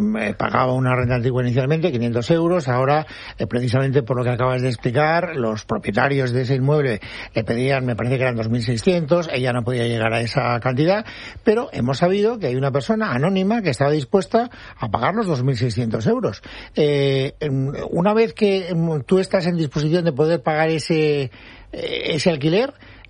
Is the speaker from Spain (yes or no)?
yes; Valencian Community, Spain; yo soy valenciano.